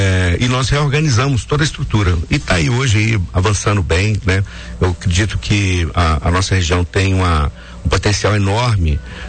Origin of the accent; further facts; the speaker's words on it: Vargem Alegre, Minas Gerais, Brazil; moved away as an adult; Então, eu fui criado nesse ambiente, saí de Vargem Alegre aos 18 anos, fui para Belo Horizonte, né, estudar.